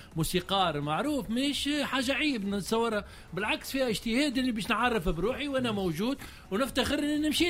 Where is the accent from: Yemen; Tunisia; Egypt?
Tunisia; انا اليوم انا نقابي تونسي